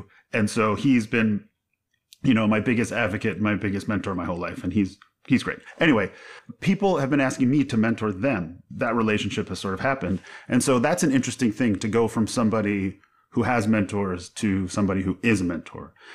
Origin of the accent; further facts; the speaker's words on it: Long Island, New York, United States; I didn't grow up in Washington Heights. I grew up on Long Island, which is a very different place.